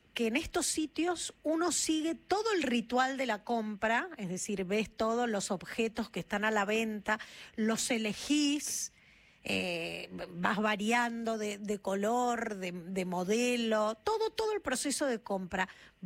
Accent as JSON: {"language": "Spanish", "country": "Argentina", "said": "como argentinos, no lo llevamos haciendo hace tanto tiempo."}